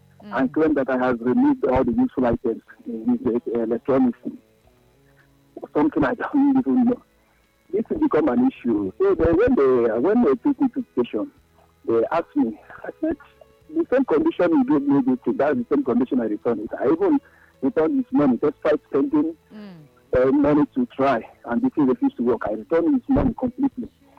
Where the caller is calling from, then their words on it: Ogun, Nigeria; I'm calling from Ogun State.